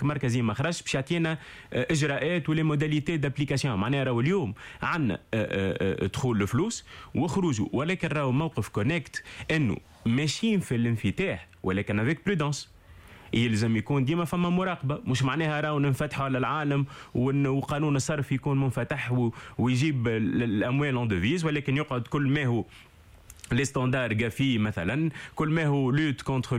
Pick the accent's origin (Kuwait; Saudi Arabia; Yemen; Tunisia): Tunisia; انا شوي 100 تونيزيان 100 ماروكان انا الوالده مغربيه